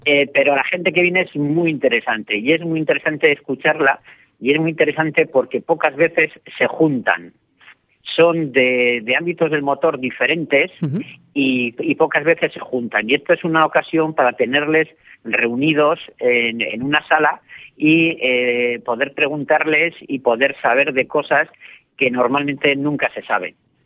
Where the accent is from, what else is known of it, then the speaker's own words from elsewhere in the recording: Spain; soy el único español que 3 veces ha estado en el Dakar de verdad